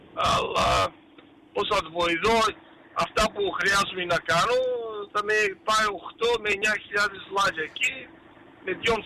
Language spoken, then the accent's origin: Greek; Melbourne, Victoria, Australia; γιατί εγώ μεγάλωσα στο Σάντζον, δεν έλεγα Σάντζον, έλεγα από Μέλβον